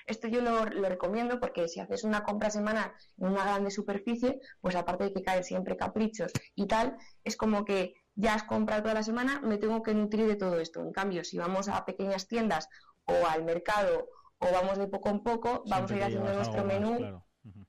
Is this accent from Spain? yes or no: yes; Fuentearmegil, Castile and León, Spain; mi pueblo es Fuente-Armesil. Nos tenemos que desplazar prácticamente 20 kilómetros hasta la tienda más cercana de alimentación.